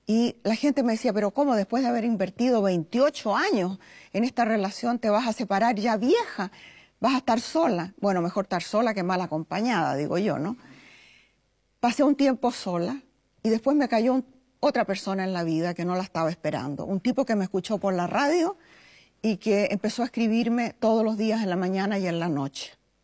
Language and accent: Spanish; Chile; moved away as an adult; also born or lived in Venezuela; now in United States